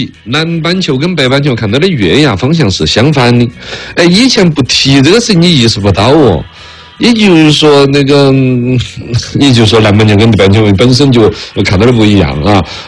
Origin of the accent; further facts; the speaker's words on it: China; 我们中国人的文化里头，噶嫦娥姐姐漂亮